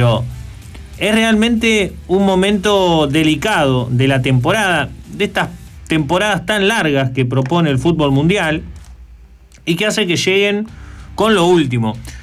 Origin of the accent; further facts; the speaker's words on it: Argentina; nosotros somos argentinos